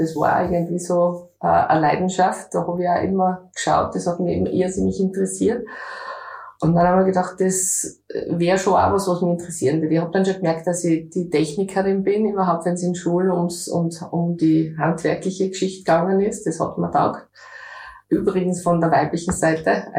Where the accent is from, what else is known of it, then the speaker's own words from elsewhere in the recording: Fürstenfeld, Styria, Austria; Ich bin eine echte Fürstenfelderin. Durfte noch in Fürstenfeld im Krankenhaus geboren werden. Das heißt, gibt's heute nicht mehr die Geburtenstation, aber ich bin eine echte Fürstenfelderin.